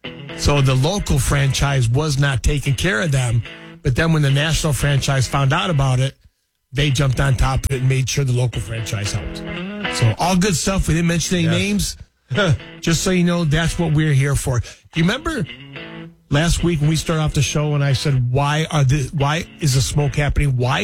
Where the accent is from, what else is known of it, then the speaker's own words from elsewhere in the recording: Michigan, United States; And when the guy was done speaking, I told him I'm from Michigan.